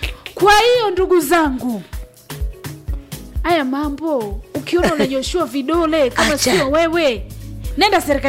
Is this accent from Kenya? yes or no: no; Shinyanga, Tanzania; kule kwetu Shinyanga